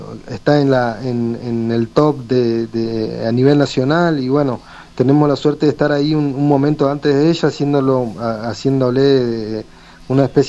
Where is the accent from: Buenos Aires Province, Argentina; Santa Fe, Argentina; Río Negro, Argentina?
Río Negro, Argentina; San Carlos de Bariloche; somos de acá, de Bariloche, somos paisanos criados, nacidos y criados acá en esta tierra.